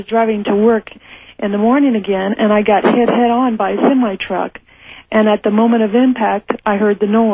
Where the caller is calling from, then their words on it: Los Angeles, California, United States; I'm from Los Angeles.